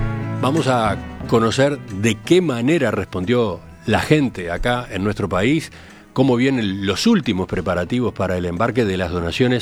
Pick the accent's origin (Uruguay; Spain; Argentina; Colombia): Uruguay; ¿viste cómo somos los uruguayos?